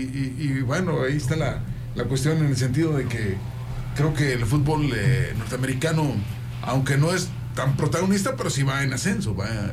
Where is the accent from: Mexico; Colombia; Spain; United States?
Mexico; Ya ves cómo somos mexicanos, compadre.